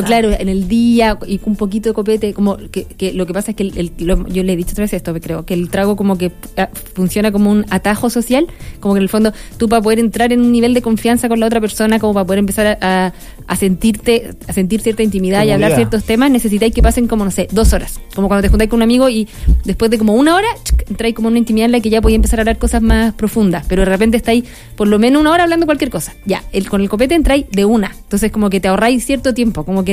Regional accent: Chile; somos todos chilenos

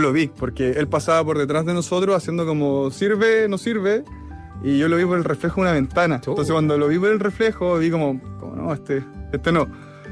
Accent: Temuco, Araucanía, Chile; Tengo 35 años, yo nací en Temuco. Toda mi infancia la vida ya bastante normal.

